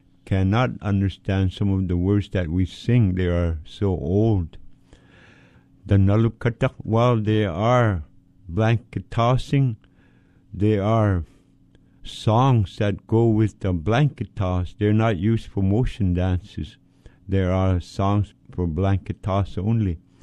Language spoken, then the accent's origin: English; Point Hope, Alaska, United States; I'm an Inupiaq from Tikiaq, Point Hope, Alaska. Point Hope is a very old village, one of the oldest communities.